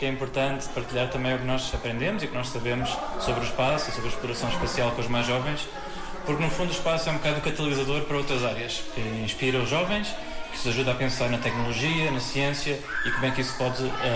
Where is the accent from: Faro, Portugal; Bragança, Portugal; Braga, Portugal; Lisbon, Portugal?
Lisbon, Portugal; eu sou de Lisboa, sou uma cidade relativamente grande, e lembro-me de passar o verão na aldeia dos meus avós, que se chama Boa Sam, perto de Figueira dos Vinhos.